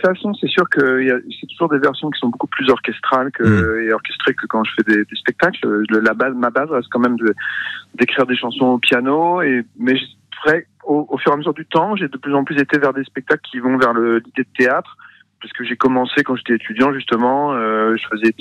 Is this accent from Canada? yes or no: no; Évreux, Normandy, France; born there; also born or lived in Saint-Étienne; Je suis né à Évreux juste parce que mes parents ont été nommés profs en Normandie.